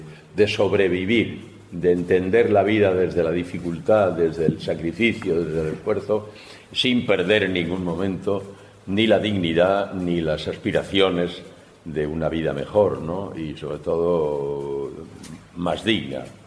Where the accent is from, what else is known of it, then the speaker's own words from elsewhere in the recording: Chinchón, Community of Madrid, Spain; Valdelaguna, que era un pueblo cercano del mío, yo soy de Chinchón